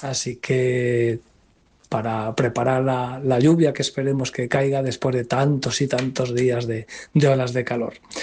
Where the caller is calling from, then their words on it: Madrid, Community of Madrid, Spain; de Madrid y compruebo que para estrenar la temporada pedís música para cambiar el armario